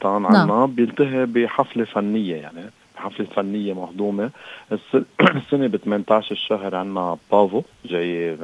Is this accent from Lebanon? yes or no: yes; Mount Lebanon, Lebanon; نحن لأننا منطقة عالية يعني نحن ضيعتنا بتصير حوالي 1200 ل 1400 متر علوة لأننا نحن ضيع عالي